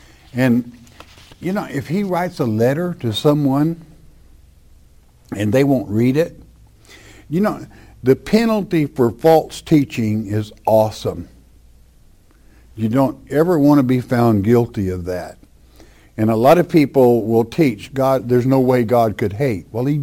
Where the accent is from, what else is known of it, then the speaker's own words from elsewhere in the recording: Oklahoma, United States; I grew up in Oklahoma, and I was a grandson of one of the greatest horse buyers there ever was in Oklahoma.